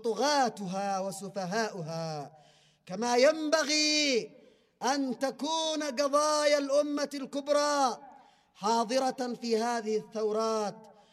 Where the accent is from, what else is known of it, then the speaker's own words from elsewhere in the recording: Yemen; بلدنا اليمن